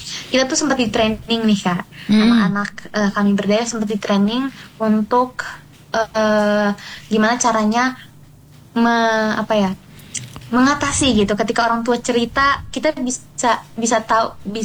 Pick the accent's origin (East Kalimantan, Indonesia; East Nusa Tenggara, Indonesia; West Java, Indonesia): West Java, Indonesia; Bandung; born there; sebetulnya saya ini lahirnya di Bandung, tapi orang tua dan keluarga besar semua ada di Sulawesi Tengah.